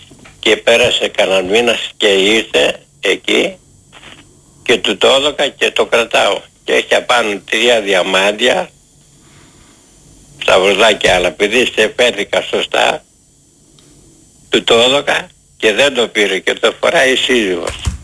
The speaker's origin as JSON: {"language": "Greek", "town": "Pyrgos", "region": "Western Greece", "country": "Greece", "tie": "born or raised there", "also_born_or_lived": "Zacharo", "moved": "yes", "lives_now": "Paiania, Greece", "said": "Είμαι ζαχαρέος, αλλά όταν ήμουν μωρό, οι γονείς μου με κάναν αγορά στα Λαστέικα και είμαστε τώρα, ας πούμε τώρα είμαι 80 χρόνων, πάω στα 81."}